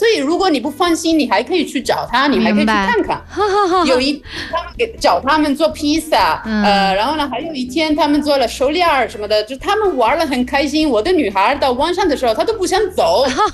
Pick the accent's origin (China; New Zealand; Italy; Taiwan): Italy; Chinese is a second language; 这个是对我们意大利人来说最好玩的，这个真的是度假，